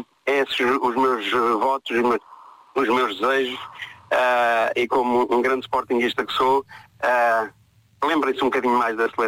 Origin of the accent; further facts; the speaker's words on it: Portugal; como português, como um amante de desporto e do futebol.